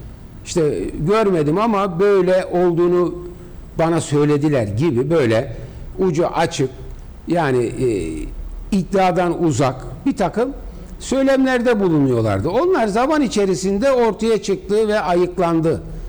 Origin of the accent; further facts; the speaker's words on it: Mersin, Turkey; Şimdi biz Mersin'deyiz. Mersinliyiz.